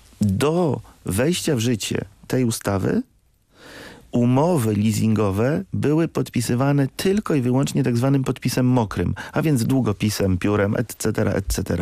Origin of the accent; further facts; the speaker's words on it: Lublin, Lublin Voivodeship, Poland; Jestem z Lublina